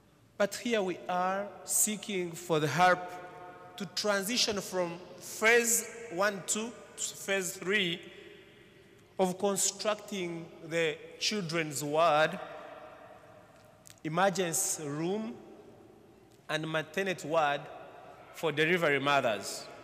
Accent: Western Region, Uganda; I'm from the Diocese of Kabale in Uganda.

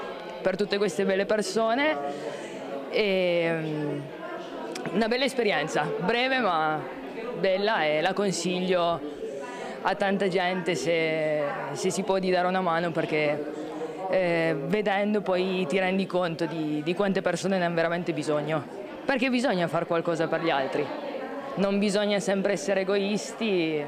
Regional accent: Piedmont, Italy; vengo dalla provincia di Cuneo

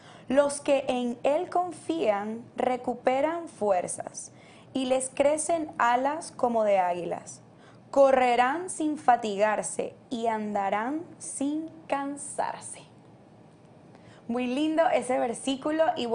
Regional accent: Barquisimeto, Lara, Venezuela; now in Miami, United States; Dani y yo justamente somos de Barquisimeto.

